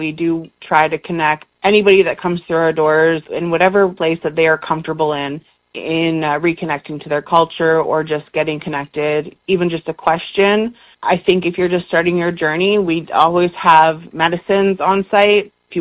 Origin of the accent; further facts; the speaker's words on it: Alberta, Canada; now in Surrey, Canada; I am from the Beganee Nation in Southern Alberta.